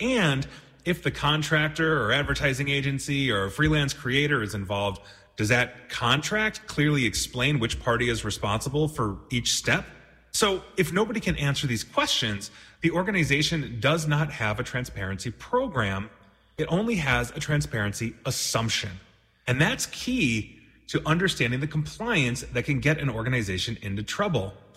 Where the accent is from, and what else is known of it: Canada